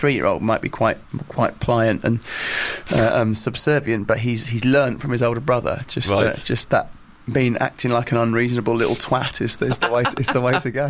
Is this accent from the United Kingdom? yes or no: yes; England, United Kingdom; now in Bungay, United Kingdom; I think I'm English.